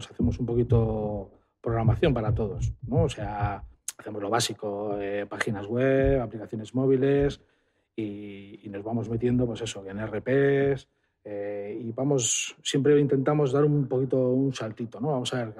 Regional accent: Derio, Basque Country, Spain; born there; en mi pueblo, en Derio

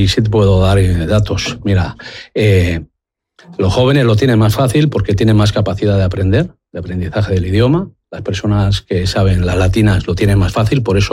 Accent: Basque Country, Spain; Mi padre, trabajador de toda la vida de Burgos, que vino y migró a Bilbao y trabajó como cientos de personas para levantar su sueldo, su familia y su país, que ahora sus hijos pensamos que somos vascos.

